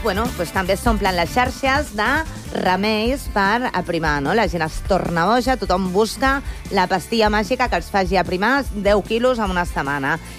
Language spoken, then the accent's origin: Catalan; Barcelona, Catalonia, Spain; accent: Barcelona Catalan (a mix); el meu català és català de Barcelona. És una barreja.